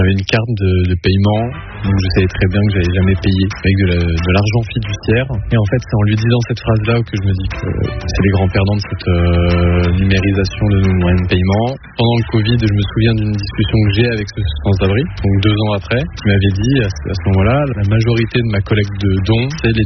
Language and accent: French; Lille, Hauts-de-France, France; j'ai 23 ans et je suis lillois.